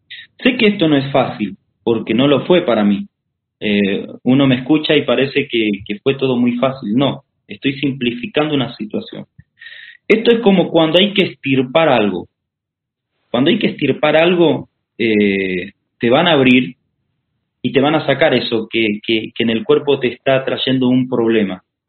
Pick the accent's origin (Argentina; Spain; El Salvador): Argentina; moved away as an adult; now in Brazil; yo estaba en Argentina, estaba haciendo trabajos misioneros en mi país